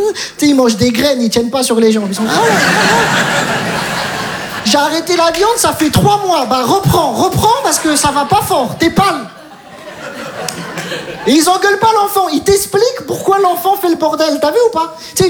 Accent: Metz, Grand Est, France; Je viens de Metz, j'ai tout abandonné.

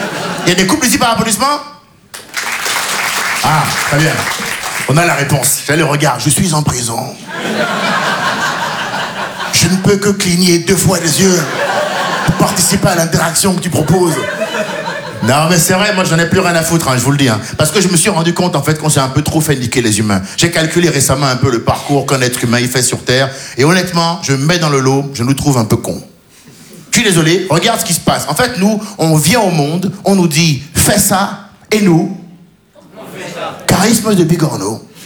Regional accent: Benin

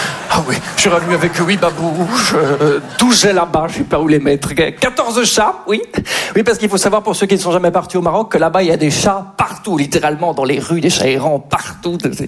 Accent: Belgium; Pour ceux qui ne me connaissent pas, voilà … je suis belge.

